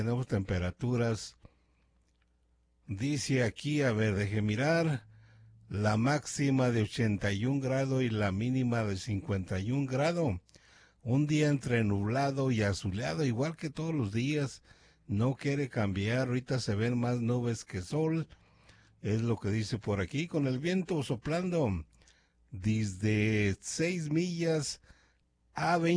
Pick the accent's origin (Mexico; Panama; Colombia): Mexico; Zacatecas; Aquí su amigo y servidor